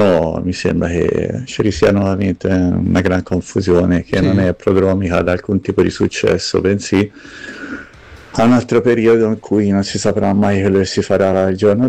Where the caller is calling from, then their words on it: Tuscany, Italy; io sono toscano